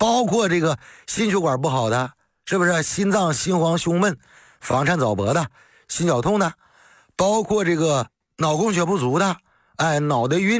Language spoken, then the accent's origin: Chinese; China; 我们中国人多呀，这中国人多市场体量大就多了